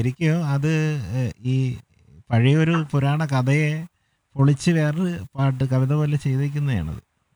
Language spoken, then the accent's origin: Malayalam; Nedumangad, Kerala, India; എന്റെ വീട് നെടുമങ്ങാടെന്ന്.